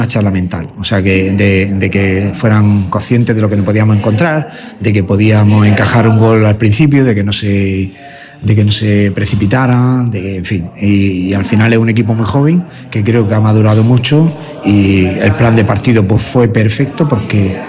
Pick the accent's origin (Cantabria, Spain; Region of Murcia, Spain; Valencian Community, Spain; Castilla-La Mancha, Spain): Region of Murcia, Spain; yo soy murciano